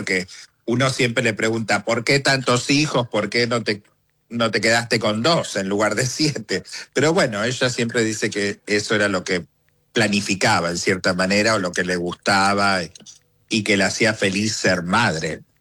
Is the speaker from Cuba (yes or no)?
no; Lonquimay, La Pampa, Argentina; moved away as an adult; also born or lived in Pellegrini, Buenos Aires Province; now in United States; y criado en La Pampa, obviamente, por el resto de mi infancia.